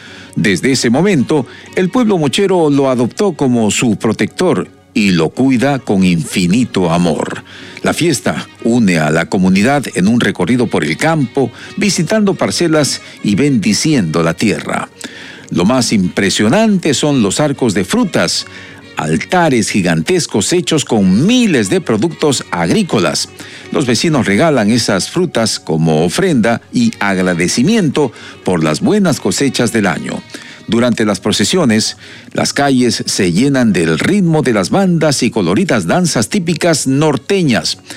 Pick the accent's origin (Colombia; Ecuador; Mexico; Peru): Peru